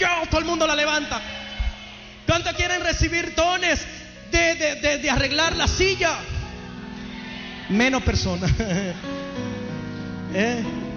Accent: Santo Domingo, Distrito Nacional, Dominican Republic; soy una persona de Santo Domingo

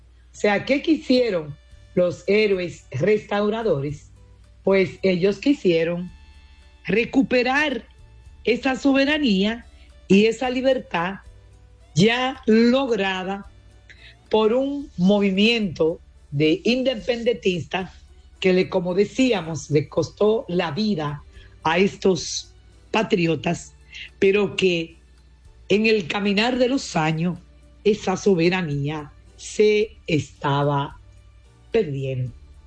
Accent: Dominican Republic; Y hoy podemos decir que somos República Dominicana.

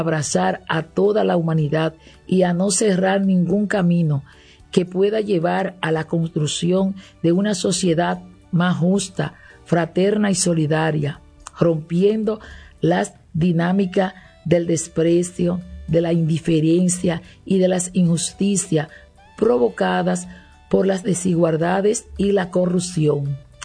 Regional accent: Dominican Republic

